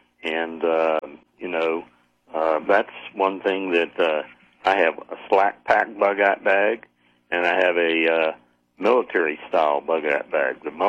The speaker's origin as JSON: {"language": "English", "town": "Jacksonville", "region": "Florida", "country": "United States", "tie": "born or raised there", "moved": "yes", "said": "return to my hometown of Jacksonville, Florida, and live on the St. John's River."}